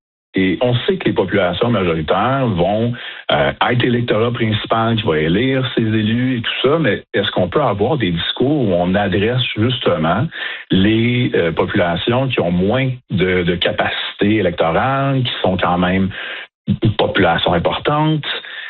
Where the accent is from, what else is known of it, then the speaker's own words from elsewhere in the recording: Kanesatake, Quebec, Canada; à pouvoir me présenter comme Première Nation plus jeune avec tout le passé de ma communauté, puisque je viens de Ganesetaghe.